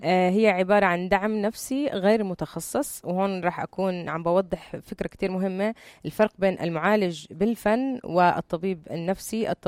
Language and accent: Arabic; Jordan; عندنا بالأردن